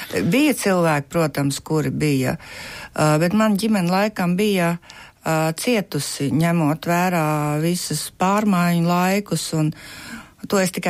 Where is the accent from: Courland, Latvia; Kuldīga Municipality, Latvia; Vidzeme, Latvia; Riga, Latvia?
Kuldīga Municipality, Latvia; Kuldīga; Nē, es esmu no Kuldīgas, es esmu Kurzemniece.